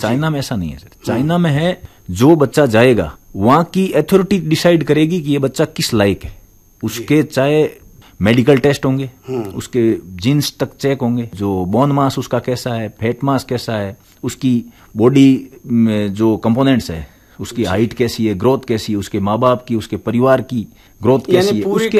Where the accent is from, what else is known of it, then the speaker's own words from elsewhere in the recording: Nagaur, Rajasthan, India; यहाँ नागौर का मेरा गांव कालड़ी है